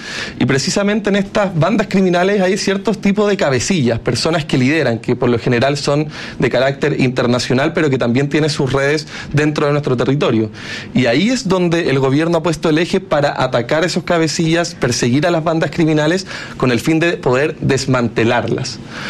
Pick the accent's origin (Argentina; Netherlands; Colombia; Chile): Chile